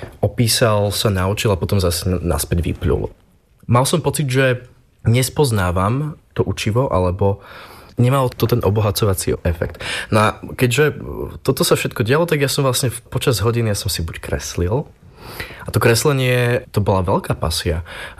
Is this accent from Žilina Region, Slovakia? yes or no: no; Košice, Košice Region, Slovakia; Pochádzam z Košíc, z Dargovských hrdinov, sídliska, respektíve Furča. Bývali sme 12 v dvojizbáku Romáci